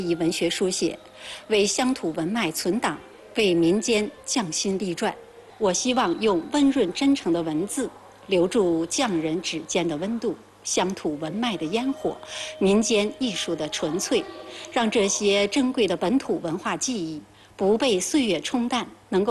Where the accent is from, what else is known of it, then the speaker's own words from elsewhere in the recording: Genhe, Inner Mongolia, China; 我土生土长在根河，这片临海热土是我生命的起点